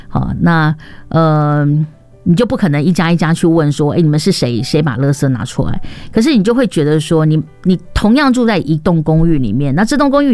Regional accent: Taiwan

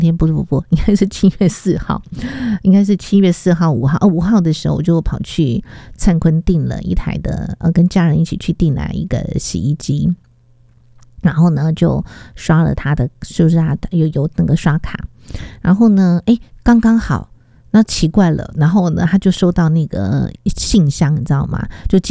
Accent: Taiwan

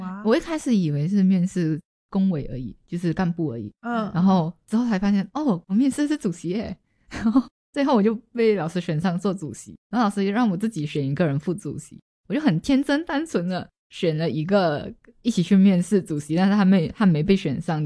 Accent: Malaysia; now in Taiwan; 就是我一个人从马来西亚来到台湾，所以那个画面就是那时在机场跟家人告别的画面。因为从小到大没有离家那么远，也没有离家那么久。

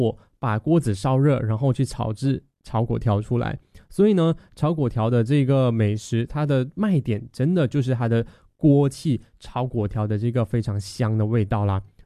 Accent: Malaysia; now in Taiwan; 因为今天在介绍的都是我的家乡美食，马来西亚的国民必吃美食啦。

